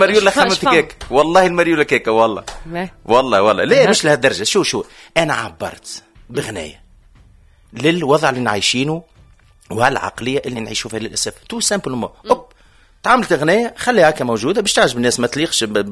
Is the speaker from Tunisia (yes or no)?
yes; Tunisia; انا فنان تونسي ونحب بلادي